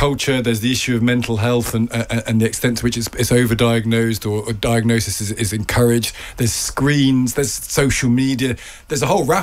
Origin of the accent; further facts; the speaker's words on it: Midlands, United Kingdom; moved away; I grew up in the Midlands